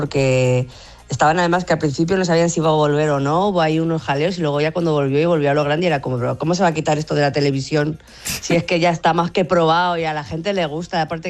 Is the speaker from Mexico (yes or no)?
no; Castilla-La Mancha, Spain; born there; yo en mi pueblo de Castilla-La Mancha